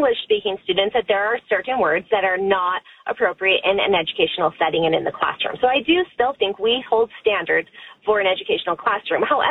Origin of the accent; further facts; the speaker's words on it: Los Angeles, California, United States; I grew up in Los Angeles. I attended schools in the Los Angeles County